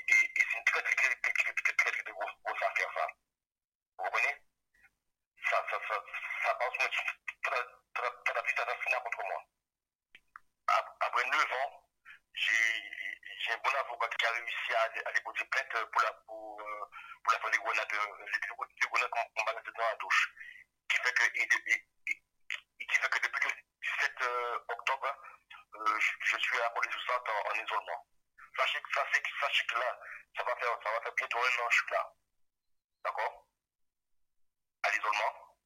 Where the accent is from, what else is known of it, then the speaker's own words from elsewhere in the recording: Guadeloupe; now in France; moi je suis un Guadeloupéen et j'ai le mental.